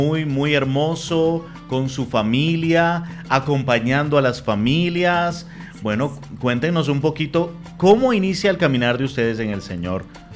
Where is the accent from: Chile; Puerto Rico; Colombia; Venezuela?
Venezuela; en Venezuela somos de béisbol